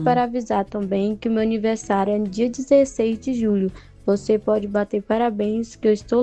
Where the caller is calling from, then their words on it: Alto Parnaíba, Maranhão, Brazil; Eu sou do Alto Parnaíba, Maranhão. Mas só que eu fico na fazenda